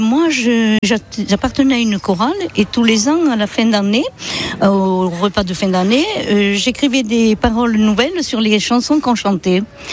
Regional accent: Occitanie, France; accent: southwestern French; Et oui, un peu du sud-ouest.

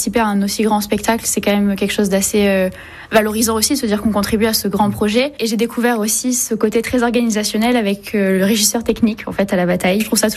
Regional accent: Saint-Émilion, Nouvelle-Aquitaine, France; also born or lived in Libourne; j'ai 21 ans. Et je suis née à Libourne, j'ai grandi à Saint-Émilion.

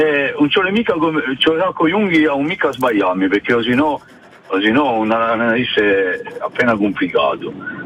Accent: Piazzole, Corsica, France; in Piazzole, nel mio paese

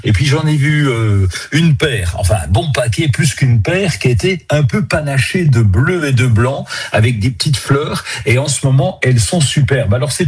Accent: Grand Est, France; chez nous en Lorraine.

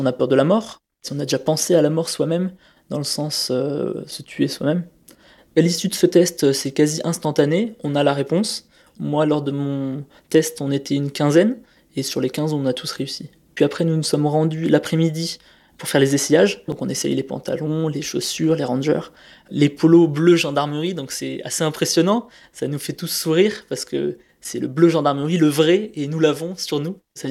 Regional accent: Hyères, Provence-Alpes-Côte d'Azur, France; J'ai grandi à Hyères, dans le Var. Mon père était dans l'armée de terre.

